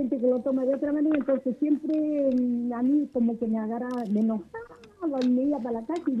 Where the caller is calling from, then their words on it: Chile; como todo chileno, me gusta que me agarren palecido y yo me enojo.